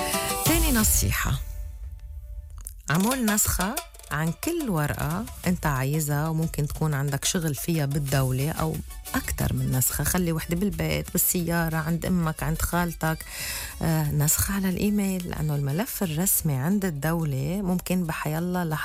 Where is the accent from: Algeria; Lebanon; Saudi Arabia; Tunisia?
Lebanon; صرنا حاسين نحن كمواطنين لبنانيين